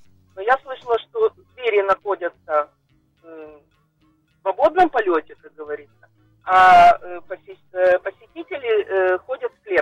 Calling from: Kiryat Gat, Southern District, Israel; я из Кирьят-Гата.

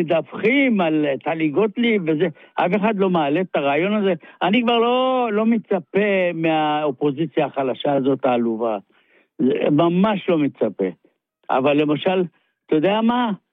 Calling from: Rishon LeZion, Central District, Israel; אני מראשון.

